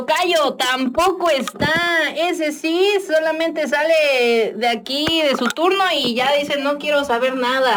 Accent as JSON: {"language": "Spanish", "country": "Mexico", "said": "Les he fallado como mexicana."}